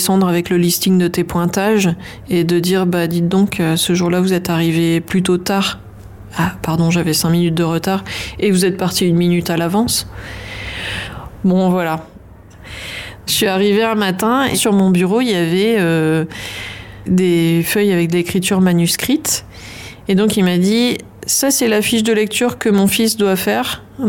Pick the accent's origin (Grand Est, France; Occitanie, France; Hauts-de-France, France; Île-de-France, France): Hauts-de-France, France; Lille; born there; now in Lambersart, France